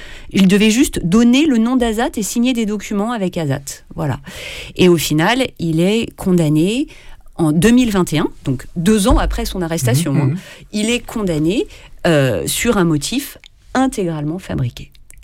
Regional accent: France; en tant que Française

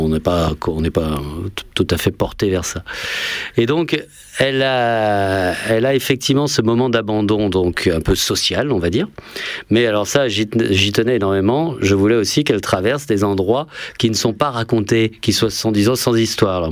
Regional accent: France; J'ai été élevé dans la France pavillonnaire et périurbaine.

